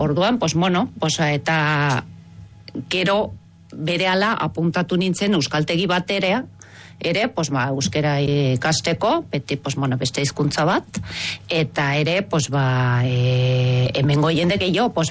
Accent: Switzerland; Nire jaioterri da, pos landa ere muen poskolkatuta herri txiki bat, nik bizi nintzen, pos ba, ba zer gaunden, postegun biztan ledo.

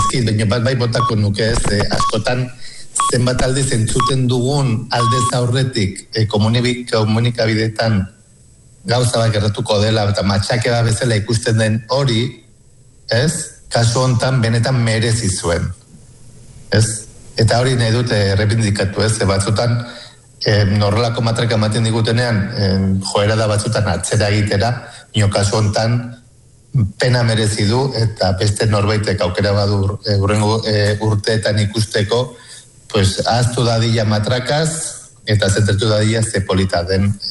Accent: Barañain, Navarre, Spain; moved away as an adult; also born or lived in Biscay; Barainenen bizi dira nire gurasoak, eta ni txikitan ere anego nintzen urte asko

